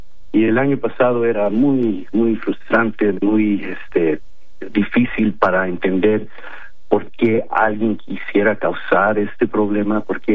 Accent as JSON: {"language": "Spanish", "country": "Mexico", "moved": "yes", "lives_now": "Reedley, United States", "said": "soy como cualquier otra persona, mexicano aquí en los Estados Unidos, y yo me considero muy orgullosamente americano"}